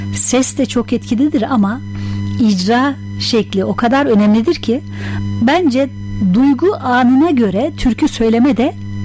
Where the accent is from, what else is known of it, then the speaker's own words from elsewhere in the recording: Antalya, Turkey; Ben de zeybek yöresinden olan birisi olarak ben de Antalyalıyım.